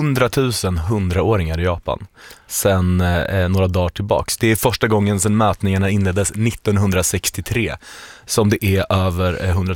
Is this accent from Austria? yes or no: no; Norway; now in Sweden; I mitt hemland är vi bara 5.